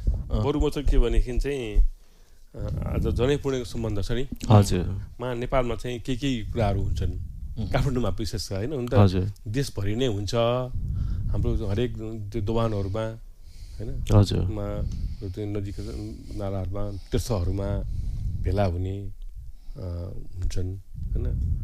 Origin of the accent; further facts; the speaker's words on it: Kathmandu, Bagmati, Nepal; तर म चाहिँ यहाँ काठमाडौँको हुनाले